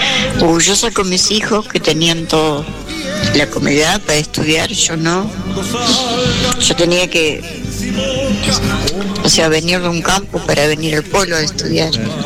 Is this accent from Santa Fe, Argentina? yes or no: no; Río Negro, Argentina; Y soy acá de Río Negro. Soy una fiel oyente de la cadena Alegría.